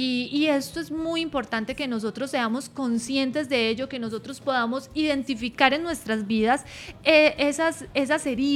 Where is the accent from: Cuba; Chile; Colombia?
Colombia